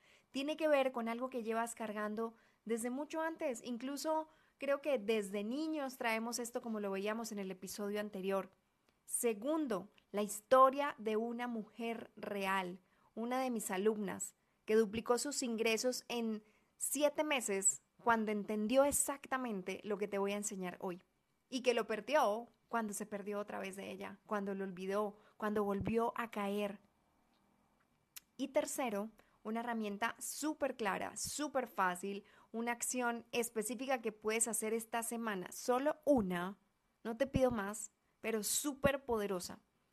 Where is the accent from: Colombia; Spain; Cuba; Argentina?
Colombia; now in Guadalajara, Mexico; colombiana, hoy vivo en Guadalajara, México